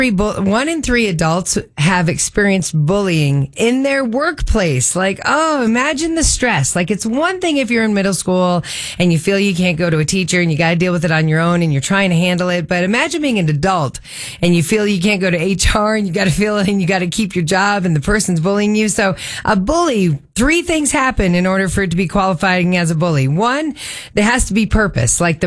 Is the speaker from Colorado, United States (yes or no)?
yes; Thornton, Colorado, United States; growing up in Thornton